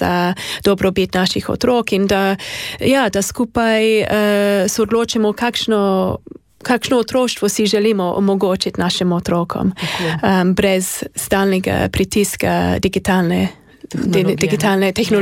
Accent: United Kingdom; Slovenian is a second language; now in Slovenia; jaz sem iz Velike Britanije

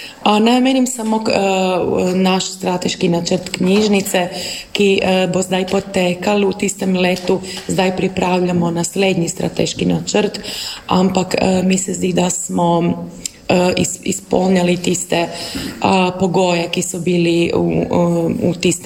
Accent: Karlovac, Karlovac County, Croatia; born or raised there; Slovenian is a second language

